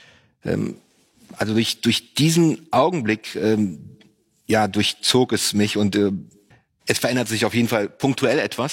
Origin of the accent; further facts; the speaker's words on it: Düren, North Rhine-Westphalia, Germany; Ich komme aus Düren, bin glücklich verheiratet mit der Angelika.